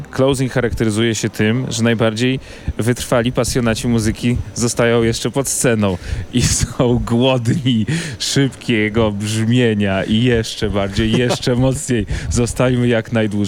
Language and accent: Polish; Białystok, Podlaskie Voivodeship, Poland; Chyba, że jesteś z Białegostoku, tak jak ja